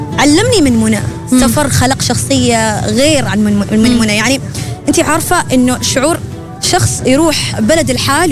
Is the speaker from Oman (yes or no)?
yes; Oman; قال لي أنت من وين قلت له من عمان